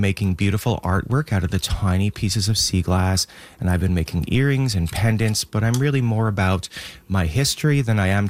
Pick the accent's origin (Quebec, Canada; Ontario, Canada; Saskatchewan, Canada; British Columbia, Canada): Quebec, Canada; Montreal; also born or lived in Calgary, Alberta; now in Cape Breton, Canada; So I was born and raised in Montreal, but I found myself living out in Calgary, Alberta